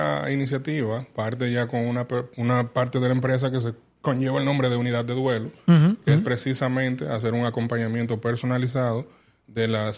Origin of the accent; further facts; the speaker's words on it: Dominican Republic; ya como dominicanos